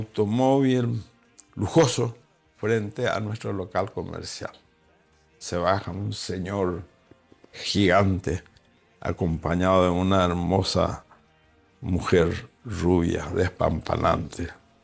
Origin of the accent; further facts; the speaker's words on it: Piribebuy, Cordillera, Paraguay; después se radicaron en Piribebuy, donde yo nací ya y donde yo me crié.